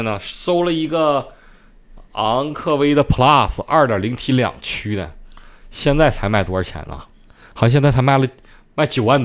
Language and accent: Chinese; Northeast China, China; accent: Northeastern; 就是我们东北话缝了